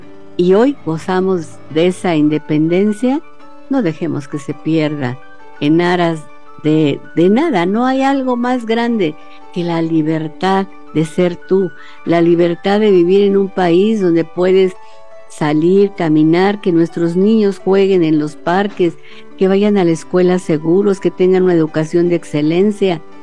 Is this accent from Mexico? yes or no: yes; Mexico; somos mexicanos todos, y todos como mexicanos, en donde quiera que te encuentres